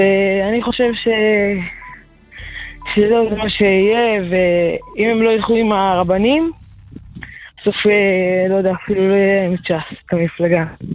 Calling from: Holon, Tel Aviv District, Israel

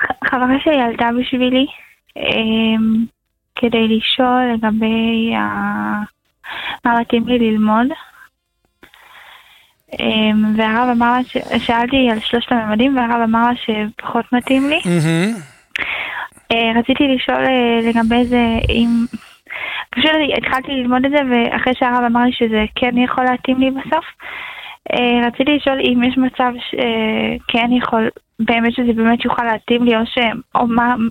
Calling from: Or Yehuda, Tel Aviv District, Israel; באור יהודה.

